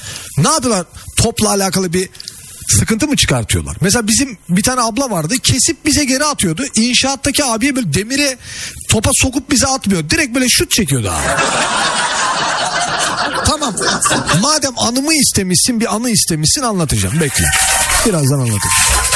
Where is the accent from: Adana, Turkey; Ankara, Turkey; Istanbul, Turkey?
Istanbul, Turkey; Mesela ben İstanbul'da büyüdüm.